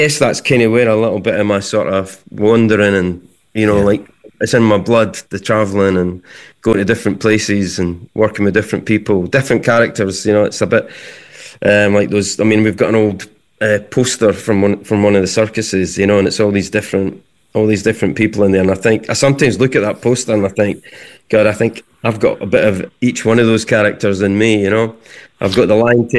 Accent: Edinburgh, Scotland, United Kingdom; I grew up in Leith

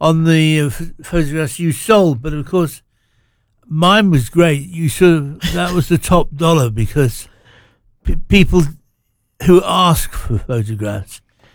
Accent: Skegness, East Midlands, United Kingdom; I did, yes. Indeed, I did. Because for a boy growing up, it had the sea, the sand, the swimming pool, it had all that stuff.

